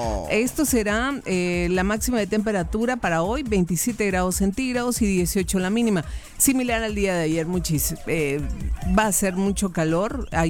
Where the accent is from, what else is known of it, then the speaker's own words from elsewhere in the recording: Guatemala; born there; now in Cobán, Guatemala; Ahora llego a mi pueblito natal